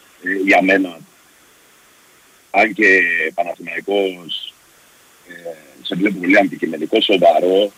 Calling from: Rhodes, South Aegean, Greece; από Ρόδο.

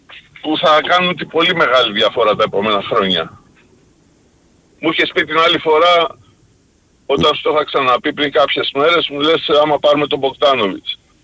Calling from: Zografou, Attica, Greece; από Ζωγράφου, Παναθηναϊκός.

